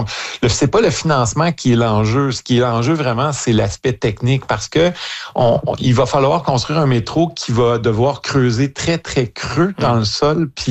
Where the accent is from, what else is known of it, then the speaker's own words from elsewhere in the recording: Montreal, Quebec, Canada; ouais, chez nous à Montréal, c'est le maire Sarto Fournier qui est le maire de Montréal.